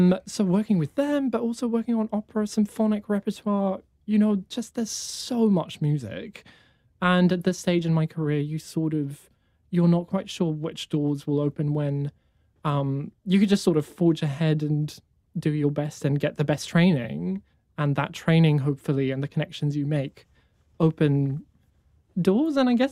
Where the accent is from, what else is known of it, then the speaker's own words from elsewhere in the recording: Wellington, New Zealand; also born or lived in Johannesburg, South Africa; I'm from Wellington, but I was born in Johannesburg and I moved here when I was a kid.